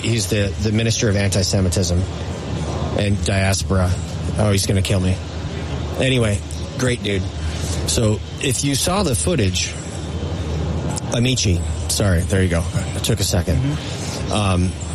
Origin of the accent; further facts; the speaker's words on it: Wisconsin, United States; I'm from Wisconsin